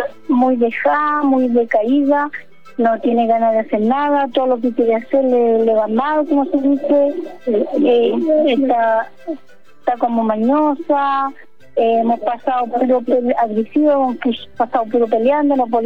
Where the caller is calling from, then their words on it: Santiago, Santiago Metropolitan Region, Chile; Yo no estoy en Santiago, yo soy de Santiago.